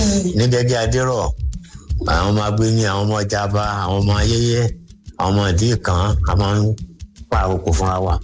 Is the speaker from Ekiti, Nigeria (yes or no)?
no; Ibadan, Oyo, Nigeria; agbe ni mi ibadan ni mi ya mi ibadan baba mi ibadan gugu e je mi ibadan